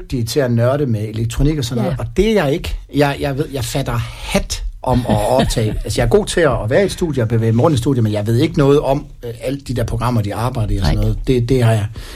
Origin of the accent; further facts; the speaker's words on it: Vejle, Region of Southern Denmark, Denmark; also born or lived in Skagen; Jeg er født og opvokset i Vejle, men på et tidspunkt så emigrerede jeg til Skagen